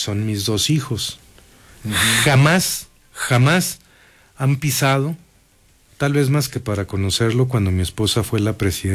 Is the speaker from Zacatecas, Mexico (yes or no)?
no; Durango, Mexico; born there; Ya lo he dicho en estos micrófonos, nací en el Hospital General de Durango.